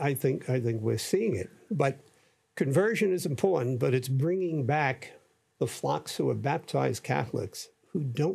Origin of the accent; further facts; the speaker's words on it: Brooklyn, New York, United States; when I grew up in Brooklyn, in Greenpoint, within 15 blocks, we had six parishes.